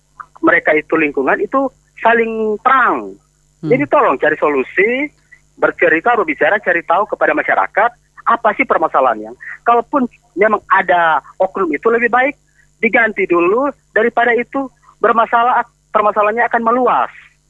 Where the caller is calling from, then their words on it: North Sulawesi, Indonesia; saya juga orang Minahasa Selatan